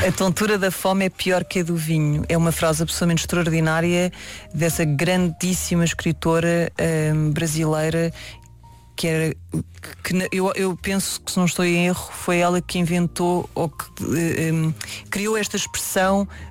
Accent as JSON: {"language": "Portuguese", "region": "Alentejo", "country": "Portugal", "said": "eu como eu sou alentejana, para mim seria quase ridículo imaginar um filme feito por atores no Alentejo a fingir que eram alentejanos."}